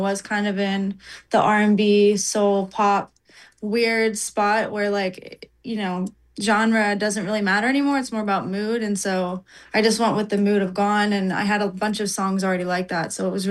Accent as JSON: {"language": "English", "town": "Pittsburgh", "region": "Pennsylvania", "country": "United States", "tie": "born or raised there", "also_born_or_lived": "Atlanta", "moved": "yes", "said": "I'm from Pittsburgh, now you know. That's kind of how people found out I was from Pittsburgh, because my music really caught on when I was in Atlanta."}